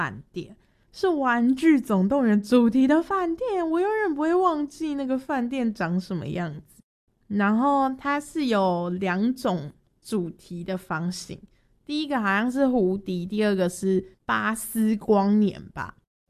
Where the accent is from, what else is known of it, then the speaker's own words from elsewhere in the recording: Taiwan; 司机得知我们是从台湾来的